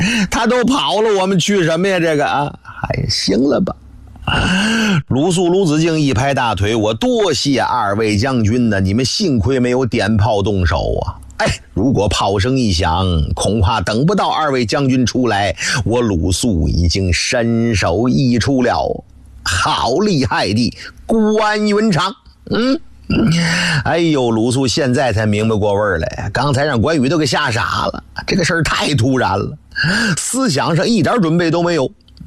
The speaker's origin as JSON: {"language": "Chinese", "region": "Northeast China", "country": "China", "tie": "born or raised there", "moved": "yes", "said": "我这个嘴现在跟我老家东北那个棉裤似的，倍儿松，"}